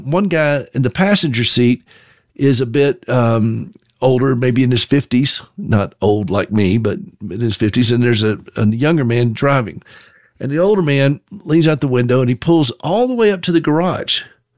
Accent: Southern United States, United States; now in Montana, United States; and you have to understand about Montana too, that I'm from the South, where sarcasm is a way of life. I mean, that we just say things in the South differently.

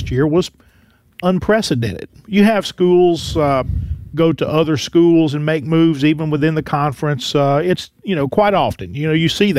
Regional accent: Denham Springs, Louisiana, United States; I grew up in Denham Springs, Louisiana.

